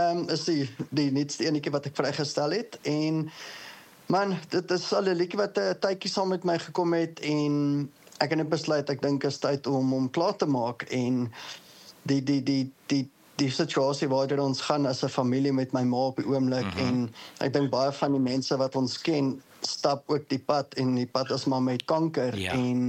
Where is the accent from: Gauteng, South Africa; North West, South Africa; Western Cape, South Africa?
Gauteng, South Africa; Boksburg; So, ek kom van die Oostrand af in Johannesburg, Boksburg. Mm-hmm. Ek is maar nog hier my hele leven lang. So, dis waar ek groot geword het, dis waar ek nog tans bly.